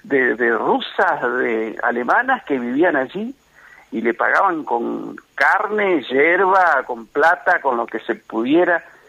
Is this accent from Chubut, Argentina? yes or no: no; Entre Ríos, Argentina